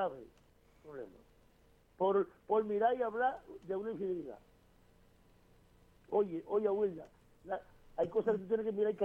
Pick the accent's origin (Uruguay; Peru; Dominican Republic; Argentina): Dominican Republic; yo soy dominicano y hablo así.